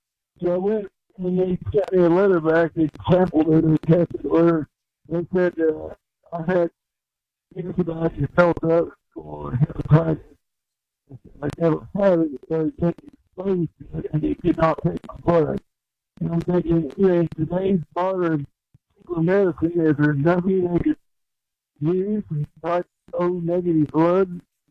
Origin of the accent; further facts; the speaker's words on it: Vincennes, Indiana, United States; I'm from Vincennes, Indiana. I listen to the show every morning at 11 o'clock.